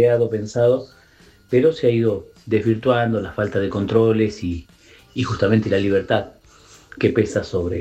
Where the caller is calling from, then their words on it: Tordillo, Buenos Aires, Argentina; desde Tordillo.